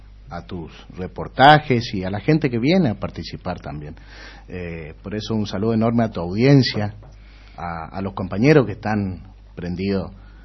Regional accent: Resistencia, Chaco, Argentina; also born or lived in El Impenetrable, Chaco; Yo soy nacido y criado en Resistencia, y llegó un momento de mi vida que me fui al impenetrable

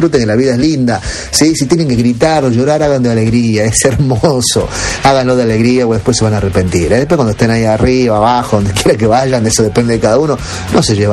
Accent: Argentina; soy argentino.

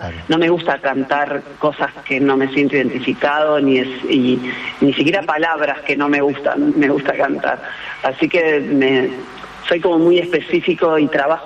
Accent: Rosario, Santa Fe, Argentina; now in Buenos Aires, Argentina; Yo siento que hay una Rosario donde yo me crié, donde yo aprendí, donde jugué al fútbol, donde empecé a hacer música, que vive muy en mí, que es bastante diferente a la Rosario de ahora

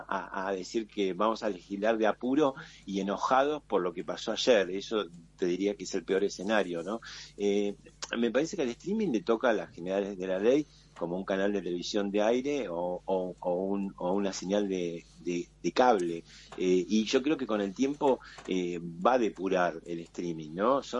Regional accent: Argentina

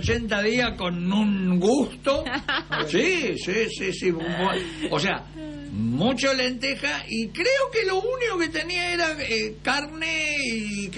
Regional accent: Brinkmann, Córdoba, Argentina; born there; se fue al pueblo, a Brinkman, donde yo nací

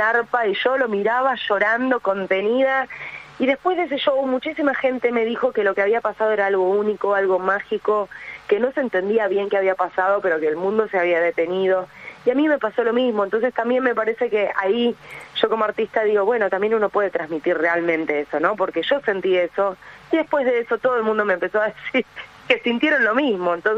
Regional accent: Buenos Aires, Argentina; yo soy porteña, así que, bueno, nada, me gusta todo lo que es el rock.

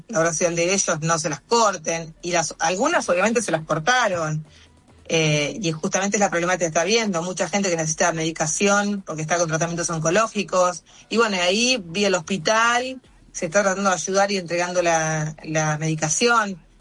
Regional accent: Capitán Sarmiento, Buenos Aires Province, Argentina; Cuando yo digo soy de Capitán Sarmiento, ¿y dónde queda eso? bueno, cerca de Areco.

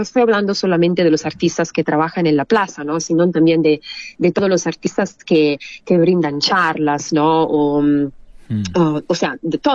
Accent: Italy; born there; Spanish is a second language; cuando volví a Italia fue bajar al río de mi pueblito, entonces, no de Torino, sino de donde originariamente, donde nací

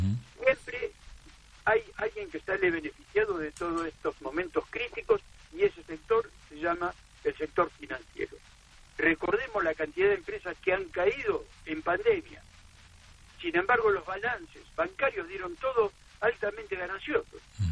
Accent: Argentina

